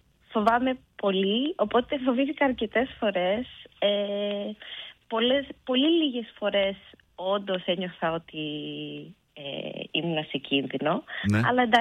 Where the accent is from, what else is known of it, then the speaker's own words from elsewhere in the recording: Greece; moved away; also born or lived in Litochoro / Denmark; Ενώ κατάγομαι από Τρικαλαμαθίας και από το Λεμαίδα, θεωρώ το Λιτόχωρο το χωριό μου.